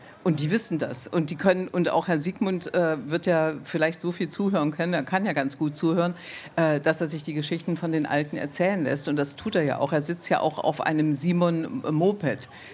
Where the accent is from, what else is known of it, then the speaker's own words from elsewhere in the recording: Wolfen, Saxony-Anhalt, Germany; in Dessau, das ist ungefähr 20 Kilometer von meinem Heimatort entfernt, Wolfen.